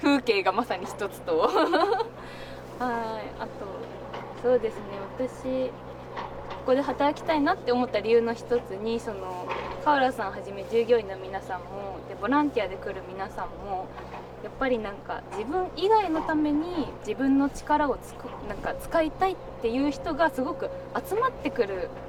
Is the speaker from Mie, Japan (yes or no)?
no; Toyama, Japan; moved away; 自分は富山県出身だったので、その近くの県で能登で子供の頃に遊んだ経験もあったりしたので